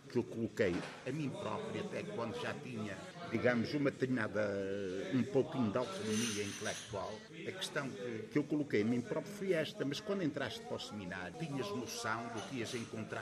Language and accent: Portuguese; Portugal; Sou natural de Escarilho.